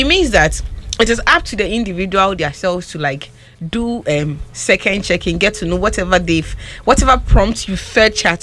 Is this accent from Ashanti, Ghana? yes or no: yes; Ashanti, Ghana; I was raised in the Ashanti region.